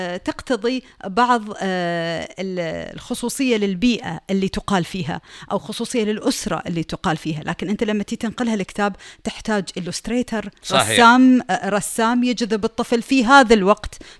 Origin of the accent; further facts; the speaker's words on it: United Arab Emirates; عندنا في الإمارات